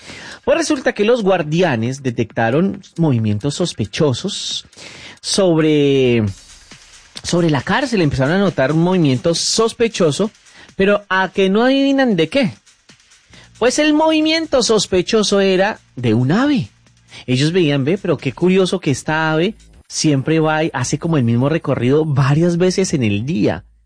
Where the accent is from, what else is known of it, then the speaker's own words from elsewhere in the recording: Colombia; Les cuento que esto sucedió en mi bella Colombia, en mi bello país, en mi tierra santa